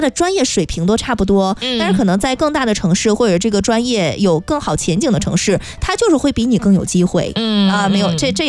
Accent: Heilongjiang, China; 拿我的老家来举个例子哈，我出生于黑龙江省

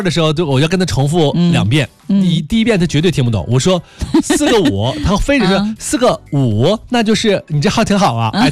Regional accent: Heilongjiang, China; 我们黑龙江是230开头的

